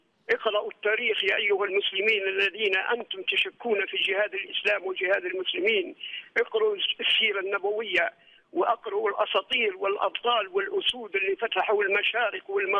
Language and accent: Arabic; Libya; وإن شاء الله ربي يصلح بلادنا ليبيا، وإن شاء الله ربي يرفع راية ليبيا